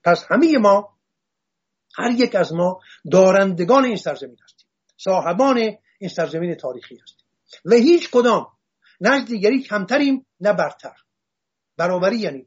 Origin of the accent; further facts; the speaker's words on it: Iran; من میخواهم یک آشوری بمانم، من هرگز نمیخواهم این آشوری بودنم را از دست بدم، ولی من یک ایرانیم